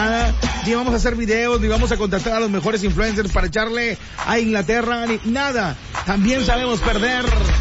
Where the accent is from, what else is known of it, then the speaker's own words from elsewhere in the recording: Mexico; Vamos a echarle ganas a apoyar a la selección mexicana y, ¿por qué no?, a disfrutar como mexicanos este partido.